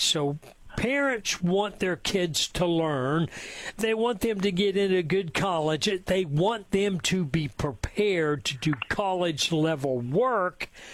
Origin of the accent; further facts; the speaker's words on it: Oklahoma, United States; I'm from Oklahoma